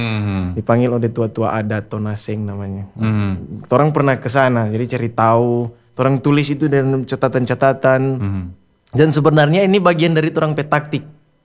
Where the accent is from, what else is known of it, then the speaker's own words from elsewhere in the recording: Langowan, North Sulawesi, Indonesia; kita orang Lengoan pergi berkomunikasi dengan teman-teman yang ada di Manado, baru bicara berapa kalimat orang langsung mengirin, oh Lengoan ini